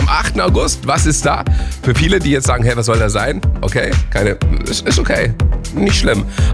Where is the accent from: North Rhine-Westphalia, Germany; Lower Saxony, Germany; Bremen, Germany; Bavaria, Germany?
Bavaria, Germany; Regensburg; wir fahren ja als Regensburger immer mit dem Zug dahin.